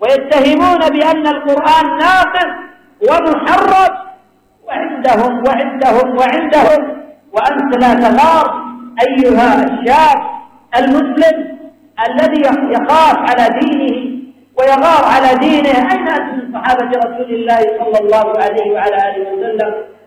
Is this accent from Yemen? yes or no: yes; Yemen; اللهم احفظ بلادنا اليمن، اللهم احفظ بلادنا اليمن